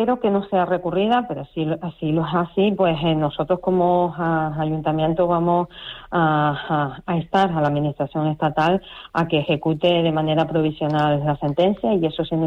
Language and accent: Spanish; Los Silos, Canary Islands, Spain